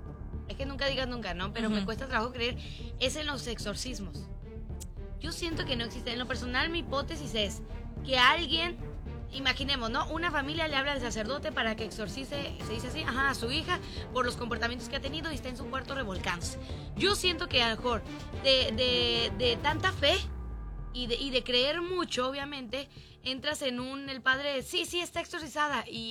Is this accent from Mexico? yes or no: yes; Veracruz, Mexico; Pues yo soy de Veracruz, de la zona norte del estado de Veracruz.